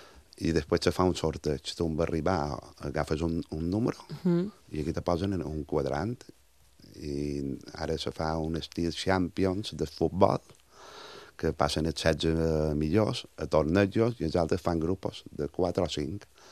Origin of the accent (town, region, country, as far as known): Montuïri, Balearic Islands, Spain; born or raised there